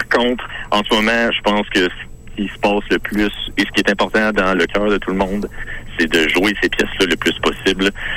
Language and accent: French; Rimouski, Quebec, Canada; moi je viens de Rimouski